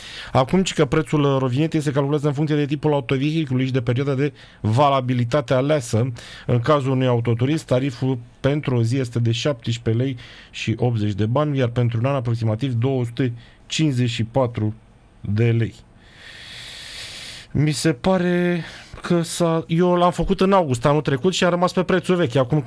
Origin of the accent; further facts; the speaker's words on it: Bucharest, Romania; eu sunt din București, provenit din altă zonă.